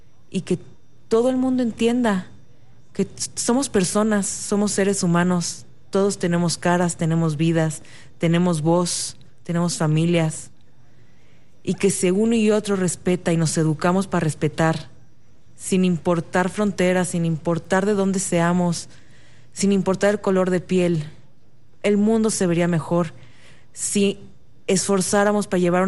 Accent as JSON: {"language": "Spanish", "country": "Mexico", "said": "nuestro eslogan como mexicano es el derecho, el respeto ajeno es la paz."}